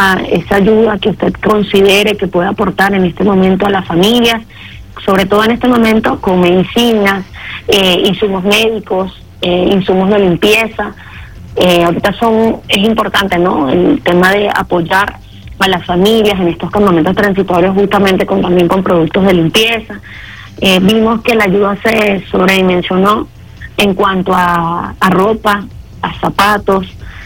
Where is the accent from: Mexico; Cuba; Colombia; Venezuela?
Venezuela; Como venezolanos y venezolanas, a seguir poniendo un granito de arena